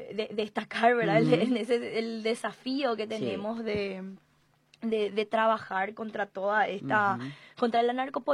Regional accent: Paraguay; que tenemos trabajos como cualquier paraguayo y paraguaya

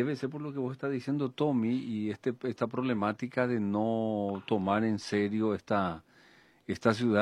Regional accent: Luque, Central, Paraguay; soy de Luque. Entonces Luque está interesante. Y está muy grande.

